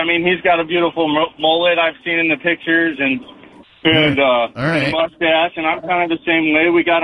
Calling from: Woodstock, United States; I'm calling from Woodstock.

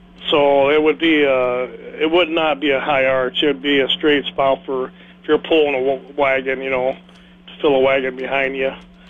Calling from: Cleghorn, Iowa, United States; from Cleghorn.

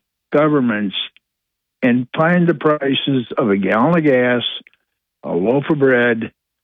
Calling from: Owego, New York, United States; from Wego.

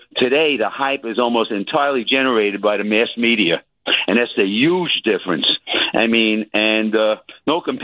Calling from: New York City, New York, United States; I live in Midtown Manhattan

